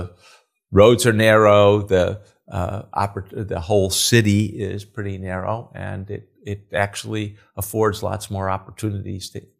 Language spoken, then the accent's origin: English; Chicago, Illinois, United States; when I was growing up in Chicago, you know, going to a Cubs game, sitting in the bleachers was $1.